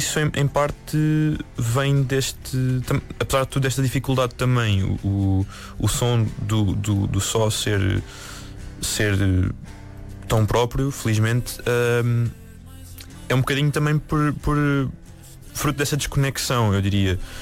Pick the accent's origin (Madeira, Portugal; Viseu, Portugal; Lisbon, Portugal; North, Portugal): Lisbon, Portugal; Massamá; now in Lisbon, Portugal; Agora vivo em Lisboa mesmo. Mas sou de Massamá, cresci em Massamá. Portanto, Linha de Sintra foi a minha experiência a crescer.